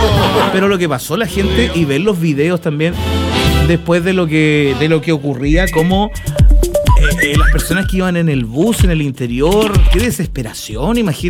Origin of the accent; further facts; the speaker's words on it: Santiago, Santiago Metropolitan, Chile; also born or lived in Chiguayante; Yo nací allá en San Carlos de Apoquindo. Yo vengo de allá. Yo nací en Santiago y conozco todo. Después me trasladé a Chiguayante